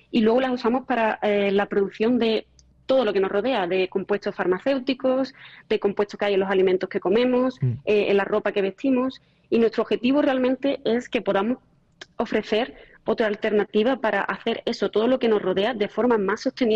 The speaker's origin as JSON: {"language": "Spanish", "town": "Grazalema", "region": "Andalusia", "country": "Spain", "said": "Al final vengo de Grazalema, ¿no?, y estamos en un entorno privilegiado, rodeado de naturaleza."}